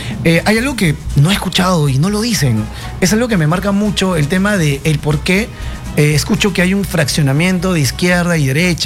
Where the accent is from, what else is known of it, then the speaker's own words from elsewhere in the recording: Lima, Peru; born there; Yo nací en Lima, mi mamá es de Lima, mi papá es Cajamarca, conozco la realidad de provincia